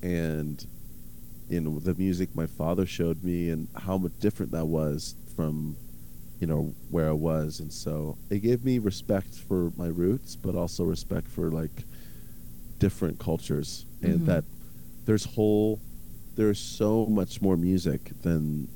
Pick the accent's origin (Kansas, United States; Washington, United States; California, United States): Washington, United States; Tonasket; But I realized how much being growing up in Tenasket influenced me in just of the ways that I write